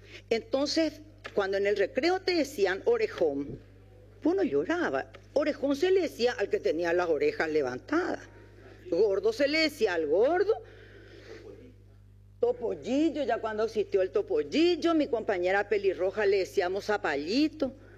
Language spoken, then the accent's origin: Spanish; Paraguay; para eso soy paraguaya